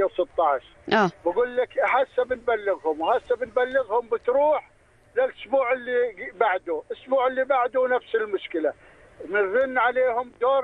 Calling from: Manja, Amman Governorate, Jordan; من منجا لواء الجيزه

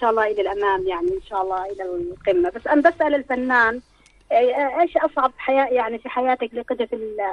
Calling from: Karak, Karak Governorate, Jordan; من الكرك.

